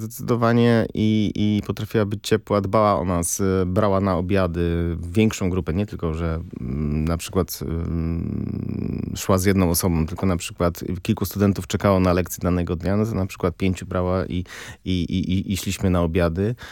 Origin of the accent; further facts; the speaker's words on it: Poznań, Greater Poland Voivodeship, Poland; moved away as an adult; now in Warsaw, Poland; Jako rodowity Poznaniak i Polak